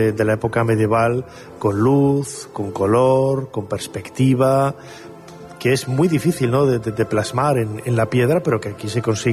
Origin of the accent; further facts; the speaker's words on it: Valladolid, Castile and León, Spain; Es que yo crecí en Valladolid, lo conozco muy bien.